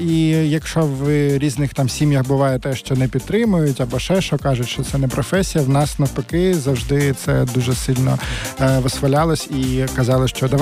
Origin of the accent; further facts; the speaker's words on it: Kharkiv, Kharkiv Oblast, Ukraine; moved away as an adult; also born or lived in Azerbaijan; now in Kyiv, Ukraine; Так, мені не було року, ми переїхали в Харків.